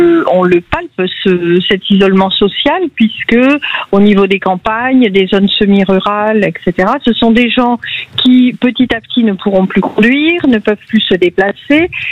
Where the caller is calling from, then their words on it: Beauville, Nouvelle-Aquitaine, France; À côté d'Agen, plus précisément, moi je vis à Beauville